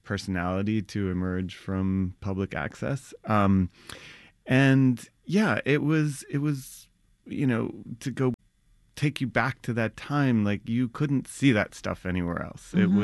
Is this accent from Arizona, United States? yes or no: no; New York City, New York, United States; I grew up in Brooklyn as well